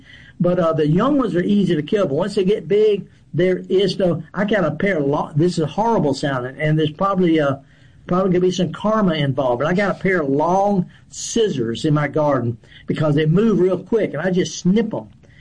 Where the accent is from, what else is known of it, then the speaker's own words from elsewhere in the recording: Mississippi, United States; we're from Mississippi. We don't care.